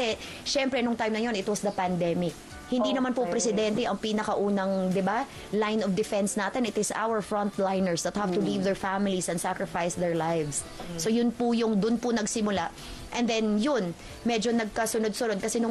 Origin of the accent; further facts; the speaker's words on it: Butuan, Caraga, Philippines; also born or lived in Cebu; di ako taga Davao. Okay. From Butuan City po ako, pinanganak ako sa Cebu, lumipat at lumaki sa Butuan City